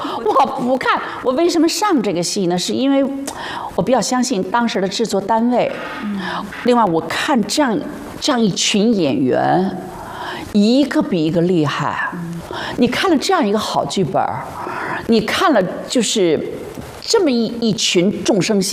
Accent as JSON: {"language": "Chinese", "region": "Beijing", "country": "China", "said": "我北京人啊，我就根本不会说。"}